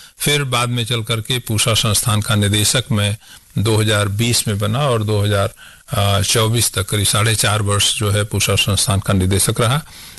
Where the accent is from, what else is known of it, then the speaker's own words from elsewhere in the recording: Uttar Pradesh, India; मैं पूरी उत्तर प्रदेश से आता हूं, उन क्षेत्रों में चावल नहीं अगर मिला खाने को तो इसका मतलब आपका भोजन पूरा नहीं हुआ